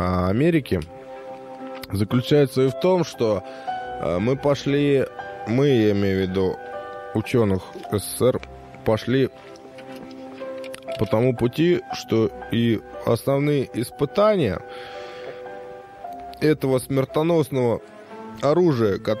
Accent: Kazakhstan; Мы казахи, вот, ну, мы, короче, случайно туда попали.

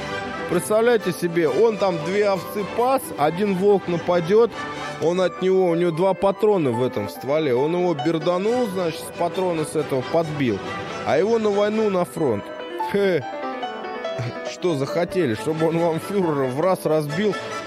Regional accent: Kazakhstan; Мы казахи, вот, ну, мы, короче, случайно туда попали.

